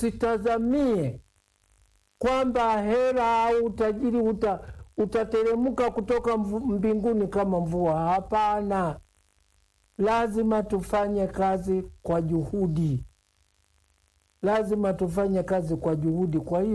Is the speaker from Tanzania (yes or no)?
yes; Dodoma, Tanzania; naifahamu historia ya Dodoma kwa kuwa nimezaliwa hapa na nimekuwa mkazi wa hapa